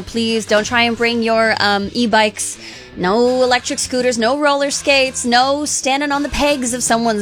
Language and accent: English; McGregor, Ontario, Canada; I was raised in McGregor.